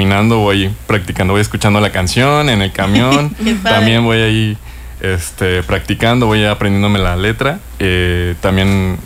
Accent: Veracruz, Mexico; now in Cancún, Mexico; Yo soy de Veracruz.

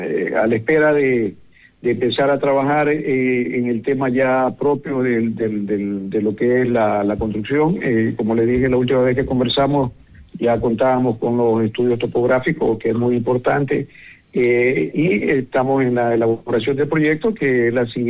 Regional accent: Ecuador; como ecuatorianos teníamos esperanza de que nuestra selección llegara a mejores términos.

